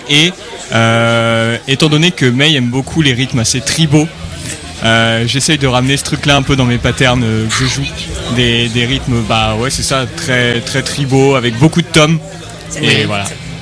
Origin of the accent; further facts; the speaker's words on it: Yvetot, Normandy, France; Ouais, je suis à côté de Rouen, je suis plus d'Yvetot.